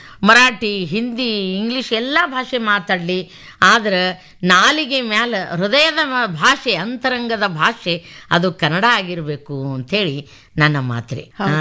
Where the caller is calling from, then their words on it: Sindagi, Karnataka, India; ನಮ್ಮ ಸಿಂದಗಿ, ನಮ್ಮ ವಿಜಾಪುರ ಜಿಲ್ಲೆ ಸಿಂದಗಿಯವ್ರು ನಾವು.